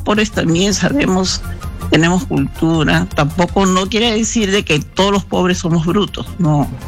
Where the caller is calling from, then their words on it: Lima, Peru; De acá de Los Olivos